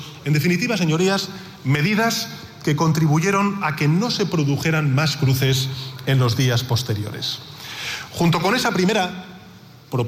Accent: Spain; como presidente del Gobierno de España y como ciudadano español afirmo que hicieron lo correcto

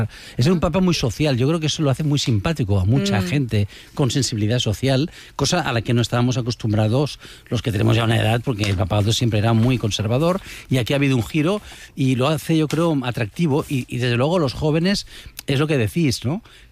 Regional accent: Barcelona, Catalonia, Spain; Yo como barcelonés... ten presente que vivo no muy lejos de la Sagrada Familia

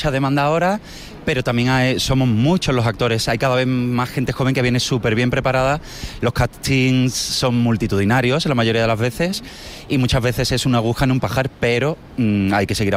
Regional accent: Córdoba, Andalusia, Spain; now in Madrid, Spain; Y cuando decidí venirme a Madrid, yo soy de Córdoba, me vine a estudiar la licenciatura de teatro musical

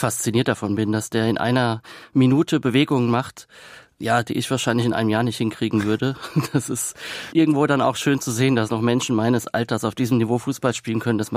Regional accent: Kaiserslautern, Rhineland-Palatinate, Germany; moved away as an adult; Und ich bin dann aus Kaiserslautern, aus der Pfalz, wo ich herkomme, relativ früh mit 20 Jahren weggegangen und war mir sicher, dass ich nie wieder zurückgehen würde.

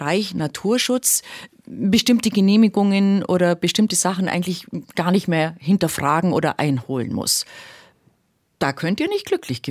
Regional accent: Bavaria, Germany; Also es ist meine Heimatregion, deswegen kenne ich mich da ein bisschen aus.

